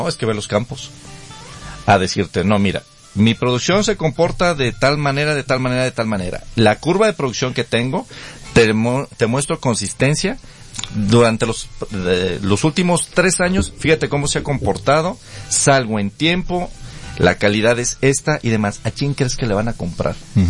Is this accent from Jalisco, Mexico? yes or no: yes; Jalisco, Mexico; yo soy de Jalisco